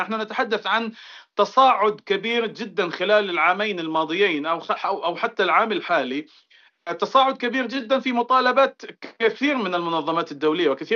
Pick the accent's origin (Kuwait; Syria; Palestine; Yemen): Palestine; نحن كفلسطينيين